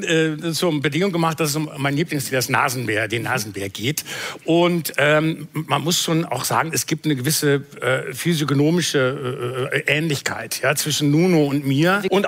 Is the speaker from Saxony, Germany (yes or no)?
no; Bielefeld, North Rhine-Westphalia, Germany; in meiner Heimatstadt Bielefeld